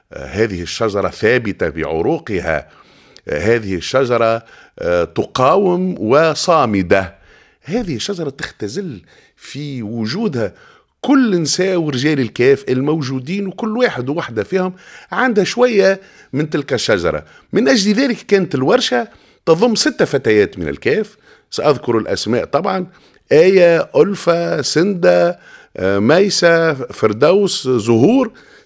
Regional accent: El Kef, Kef Governorate, Tunisia; born there; هذيك احنا هذيك بلادنا وهذيك حومتنا وهذاك موطأ معناها القدم وهذاك مسقط الرأس وهذيك الدنيا متاعنا، مهما مشينا ومهما تغربنا هذيك بلادنا ونرجع لها ونبقوا فيها

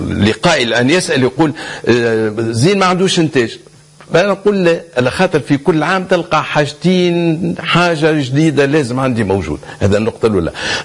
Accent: Tunisia; وأنا كتونسي بطبيعة

